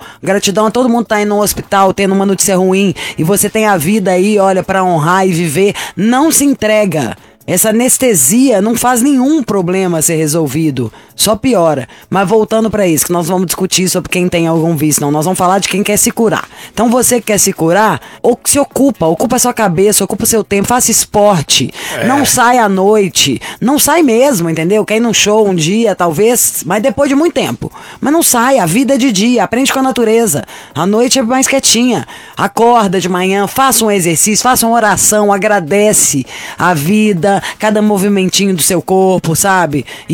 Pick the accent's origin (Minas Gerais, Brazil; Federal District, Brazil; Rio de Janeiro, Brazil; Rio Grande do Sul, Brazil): Minas Gerais, Brazil; Sou de Minas, onde se bebe demais.